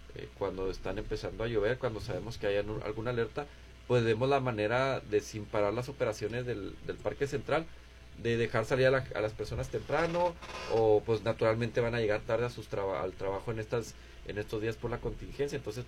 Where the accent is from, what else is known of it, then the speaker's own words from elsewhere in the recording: Ciudad Juárez, Chihuahua, Mexico; Si todos los juarenses nos ponemos de acuerdo